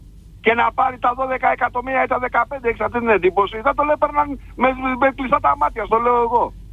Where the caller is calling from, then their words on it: London, United Kingdom; Και όχι μόνο εγώ που … από το Λονδίνο, αλλά και πολλοί άλλοι φίλοι.